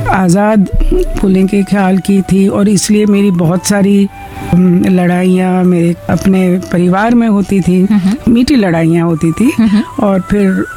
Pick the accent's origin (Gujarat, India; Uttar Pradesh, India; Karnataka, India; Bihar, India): Gujarat, India; गुजरात से हूँ